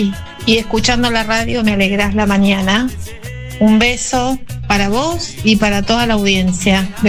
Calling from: Punta Alta, Buenos Aires Province, Argentina; de Punta Alta.

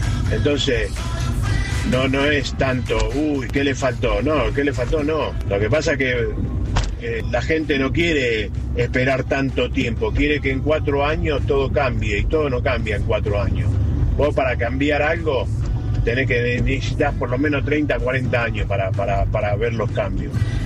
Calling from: Sáenz Peña, Argentina; Buen día, Tomás

